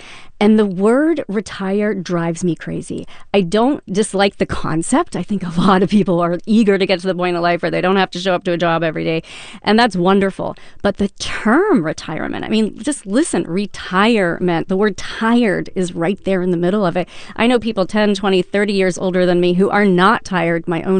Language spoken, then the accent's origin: English; Louisville, Kentucky, United States; I grew up in Kentucky, in Louisville.